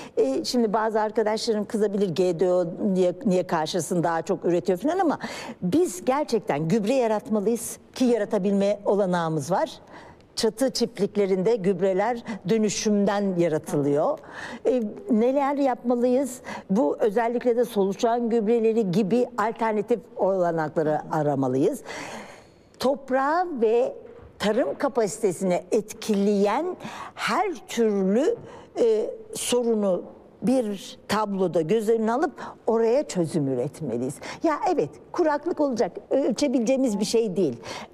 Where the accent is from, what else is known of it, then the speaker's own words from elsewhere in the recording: Malatya, Turkey; Tabii ben şimdi Malatyalıyım, ailemin bana anlattığı şeylerden eskiden arazilerde bütün arazi sahiplerinin dönüşümlü su kullanma durumu varmış.